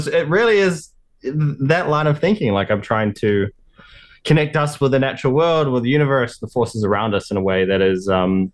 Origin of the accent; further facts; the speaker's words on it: New Zealand; there's kind of this framework or a backbone of my work and what I do that has entirely come from growing up in New Zealand, my home, where I've had this relationship with nature.